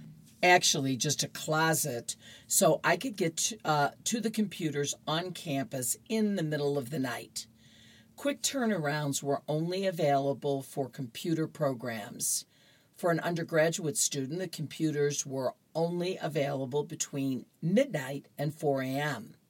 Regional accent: Berkeley, California, United States; also born or lived in Oakland; I grew up here in Berkeley, but was born south of the border in Oakland.

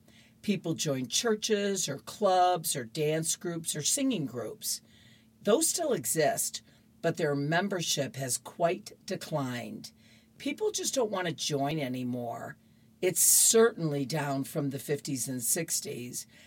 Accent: Berkeley, California, United States; also born or lived in Oakland; I grew up here in Berkeley, but was born south of the border in Oakland.

